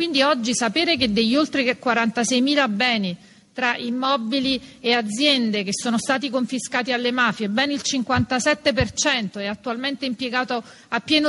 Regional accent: Giugliano in Campania, Campania, Italy; Io sono di Giugliano, una grande città non capoluogo, 130.000 abitanti

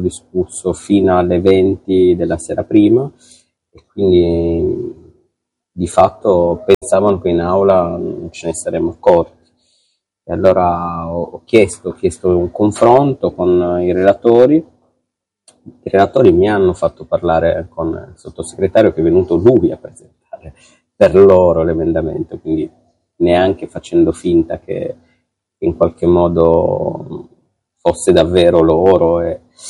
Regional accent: Turin, Piedmont, Italy; Io sono torinese

